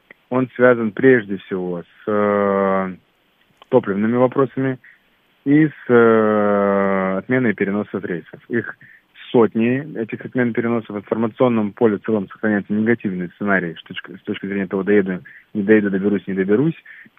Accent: Crimea, Ukraine; как крымчанин родом оттуда

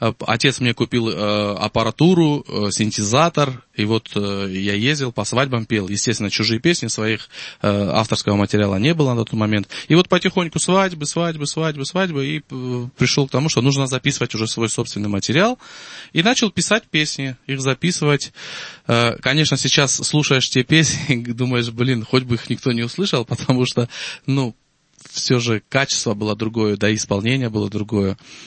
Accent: Armenia; я армянин. Я, естественно, пою восточные песни, там, кавказские песни, армянские песни.

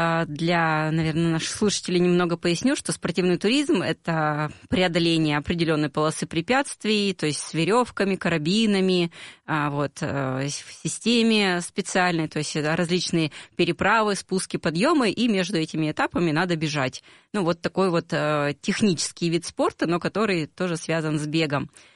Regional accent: Yekaterinburg, Sverdlovsk Oblast, Russia; у нас в Екатеринбурге. Вообще я из Екатеринбурга.

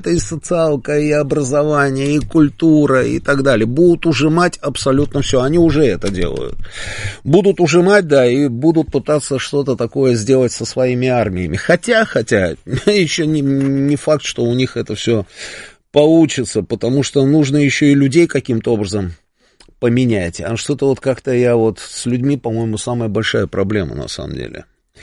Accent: Saint Petersburg, Russia; Я, как человек из Петербурга 90-х, думаю, что европейцам придется кидать предъяву.

